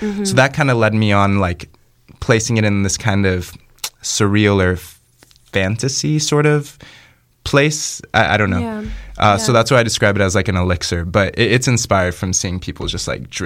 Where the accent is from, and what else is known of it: Chicago, Illinois, United States